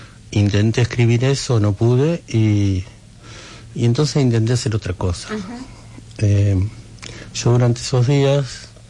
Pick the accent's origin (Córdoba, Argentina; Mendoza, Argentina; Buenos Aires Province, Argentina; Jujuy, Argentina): Buenos Aires Province, Argentina; moved away; yo soy de Varadero cerca de San Antonio de Areco.